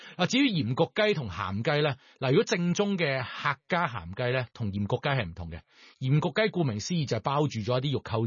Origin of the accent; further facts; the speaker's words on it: Guangdong, China; 我哋广东人呢係会叫一啲蛋呢就叫春。